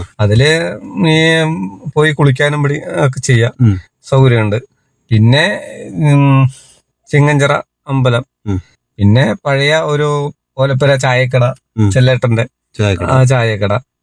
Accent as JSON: {"language": "Malayalam", "region": "Kerala", "country": "India", "tie": "born or raised there", "said": "ആ, ജനിച്ചു വളർന്ന ഇവിടുന്ന് ഒരു എടച്ചറ പറഞ്ഞ സ്ഥലത്താണ് ഞാൻ ജനിച്ചത്."}